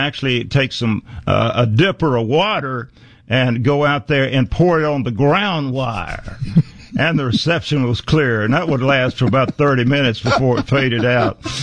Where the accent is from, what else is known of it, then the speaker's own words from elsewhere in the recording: United States; growing up in the Smoky Mountains, I was listening to WSM 650 when I was 4 years old.